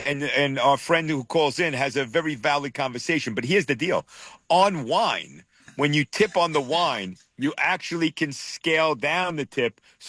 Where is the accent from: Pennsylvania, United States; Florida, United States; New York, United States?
New York, United States; New York City; I'm from Brooklyn, Staten Island.